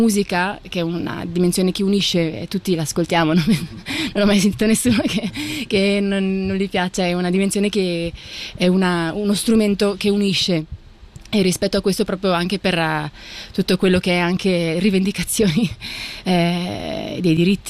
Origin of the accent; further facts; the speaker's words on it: Switzerland; una ricerca delle mie origini che non ho mai realmente vissuto, siccome sono nata e cresciuta in Svizzera.